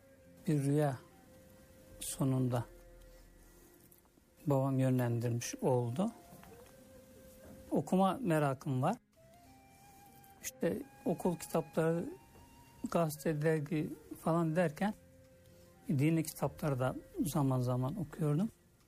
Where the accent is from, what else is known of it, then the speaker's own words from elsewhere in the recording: Eskişehir, Turkey; born there; Eskişehir 1953 doğumluyum.